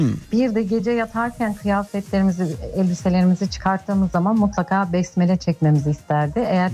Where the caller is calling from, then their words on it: Ankara, Turkey; ben de Ankara'dan.